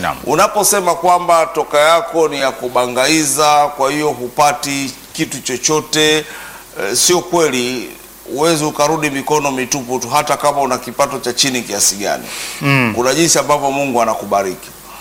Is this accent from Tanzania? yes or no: yes; Sukumaland, Tanzania; kwa namna ya watoto kula na kuishi kwetu Sukumani